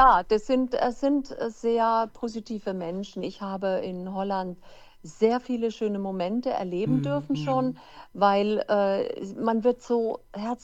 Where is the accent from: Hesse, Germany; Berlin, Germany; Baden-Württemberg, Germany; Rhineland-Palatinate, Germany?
Hesse, Germany; now in Northern Germany, near the North Sea; gebürtig aus dem Odenwald. Der Odenwald, das ist ja ein recht hochgelegenes Gebiet mit wunderschönen, vielen Wald.